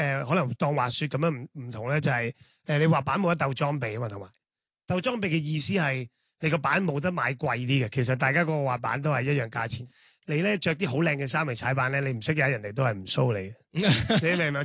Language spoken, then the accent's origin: Cantonese; Sha Tin, Hong Kong; born there; 即系因为其实我细个喺沙田踩下板。